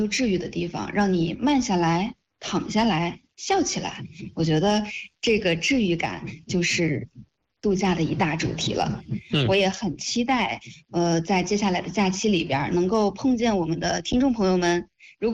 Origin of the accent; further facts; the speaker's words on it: Chongli, Hebei, China; 那我自己呢，也是其中的一员，其实也是在用这种方式来，为我们的家乡文旅来助力。